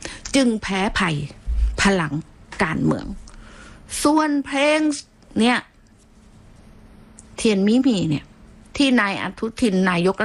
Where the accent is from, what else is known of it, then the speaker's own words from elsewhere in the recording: Southern Thailand, Thailand; เราเป็นคนใต้นี้นะ